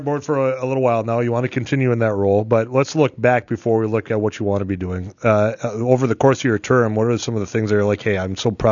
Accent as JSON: {"language": "English", "town": "Leeds", "region": "North Dakota", "country": "United States", "tie": "born or raised there", "said": "back in my hometown of Leeds, you know, Class B, town of 450 people, you had really only one employment opportunity in high school"}